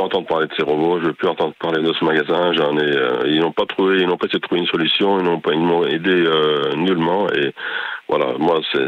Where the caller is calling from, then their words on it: Virton, Wallonia, Belgium; Et moi, je suis de Virton